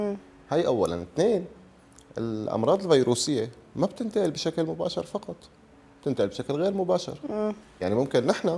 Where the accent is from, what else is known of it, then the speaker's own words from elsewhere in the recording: Syria; نحن بسوريا